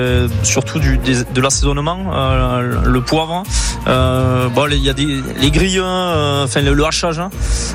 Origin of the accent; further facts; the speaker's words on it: Thuir, Occitanie, France; born there; Alors moi je suis né au-dessus d'une boucherie. Ouais. Sur Thuir.